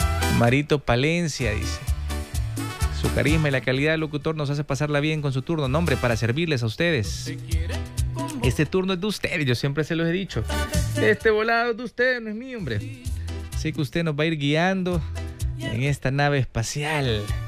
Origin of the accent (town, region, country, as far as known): El Salvador